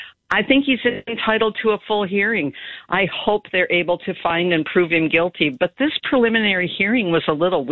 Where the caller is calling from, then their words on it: Minnesota, United States; I'm a woman veteran living in the belly of the beast in Minnesota.